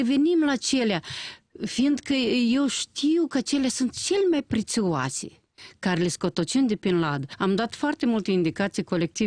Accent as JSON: {"language": "Romanian", "country": "Moldova", "said": "la noi la sud"}